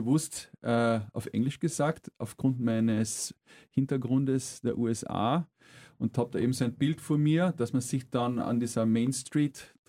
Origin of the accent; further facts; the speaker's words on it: Villach, Carinthia, Austria; moved away as an adult; Ja, bin in Villach aufgewachsen, habe dort eigentlich bis zur Matura gelebt, eigentlich immer im gleichen Haus, wir sind nie umgezogen, meine Eltern leben heute noch in dem gleichen Haus.